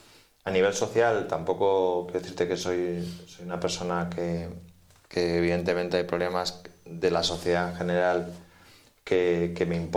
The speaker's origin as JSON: {"language": "Spanish", "town": "Barcelona", "region": "Catalonia", "country": "Spain", "said": "yo soy de Barcelona, mis padres son de Barcelona"}